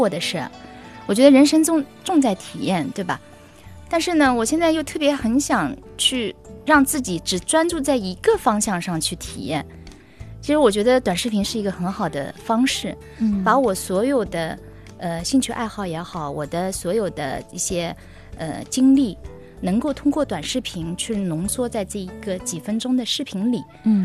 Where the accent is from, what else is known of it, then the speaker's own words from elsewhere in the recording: Nanjing, Jiangsu, China; born there; 我们生在南京就会觉得很自豪